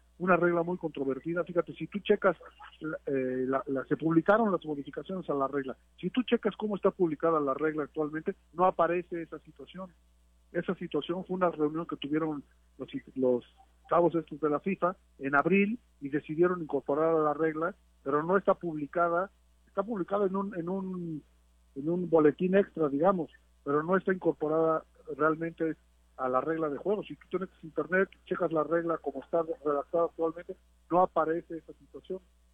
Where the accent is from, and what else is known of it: Mexico